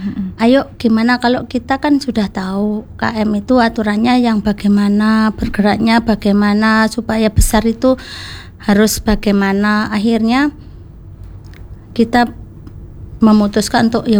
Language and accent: Indonesian; Trenggalek, East Java, Indonesia; moved away; kebetulan saya itu orang Trenggalek.